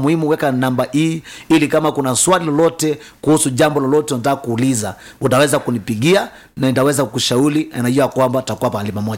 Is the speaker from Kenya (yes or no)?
yes; Kenya; sisi ni wa Kenya